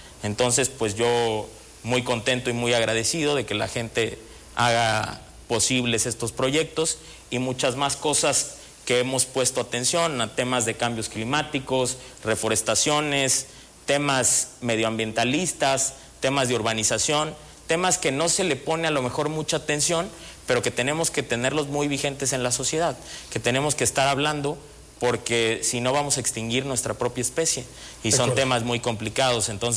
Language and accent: Spanish; Zitácuaro, Michoacán, Mexico; heroica Zitácuaro, Michoacán.